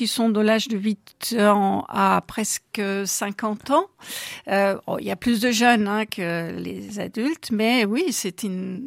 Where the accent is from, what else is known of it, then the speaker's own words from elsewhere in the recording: Bavaria, Germany; now in France; Enfin, moi-même, je suis allemande.